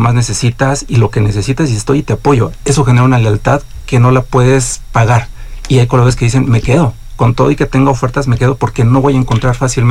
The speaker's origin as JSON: {"language": "Spanish", "country": "Mexico", "said": "como mexicanos nos hemos castigado mucho"}